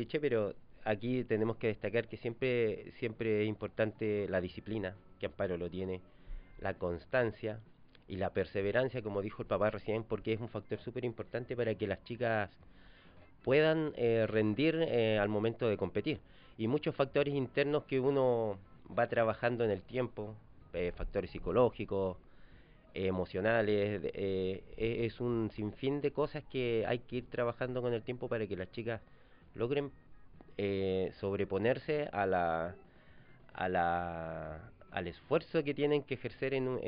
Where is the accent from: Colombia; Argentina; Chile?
Chile; Vicuña, Coquimbo; moved away as an adult; volví a mi tierra después de tantos años trabajando en IND